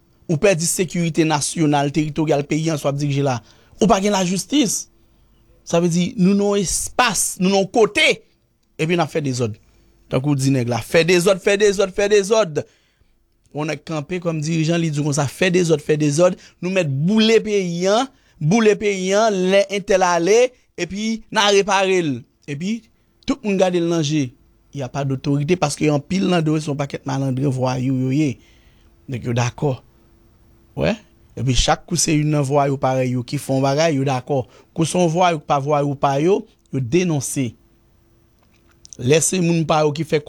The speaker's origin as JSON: {"language": "French", "country": "Haiti", "said": "Donc moi j'avoue je suis haïtien, mais écoutez, je suis indigné."}